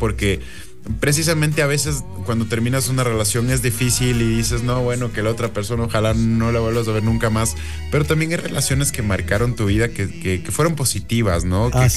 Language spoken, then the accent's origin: Spanish; Ecuador; soy un ecuatoriano que está apostando por la calidad y por la música de verdad.